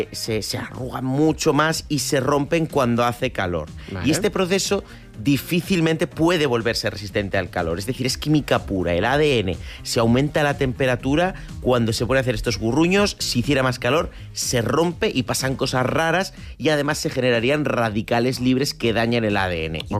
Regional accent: Santander, Cantabria, Spain; Yo que soy de Santander, Cantábrico, yo sé muy bien este ascensor testicular, lo tengo dominado.

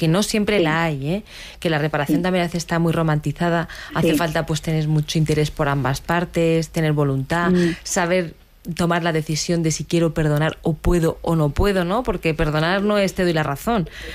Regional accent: Águilas, Region of Murcia, Spain; born there; Bueno, yo soy nacida en Águilas

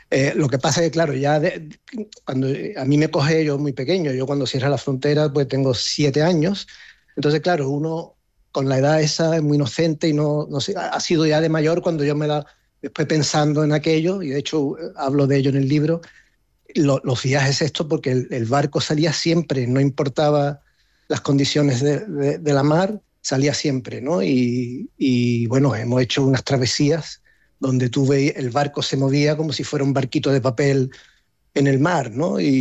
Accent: Gibraltar; also born or lived in La Línea de la Concepción; mi padre, como bien has apuntado, es de Gibraltar. Yo nací en Gibraltar también, pero mi madre de la línea.

